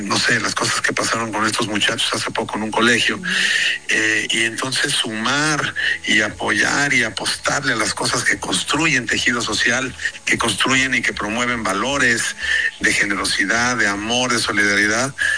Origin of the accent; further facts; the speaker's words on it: Mexico; nos une como mexicanos